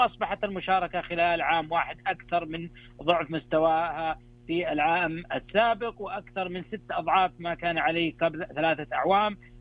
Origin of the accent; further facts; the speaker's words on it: Saudi Arabia; عندنا في السعودية